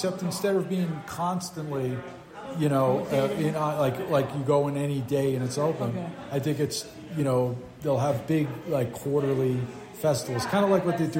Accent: New York City, New York, United States; moved away as an adult; now in Philmont, United States; when we moved up here, Philmont, I'm from the Bronx, so I'm used to people like not wanting to live where I live

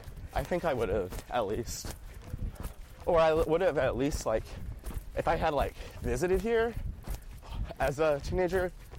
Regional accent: Baltimore, Maryland, United States; In Baltimore.

